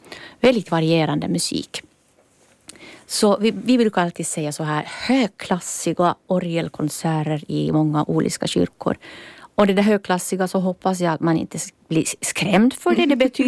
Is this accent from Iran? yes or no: no; Finland; Jag är en från Finland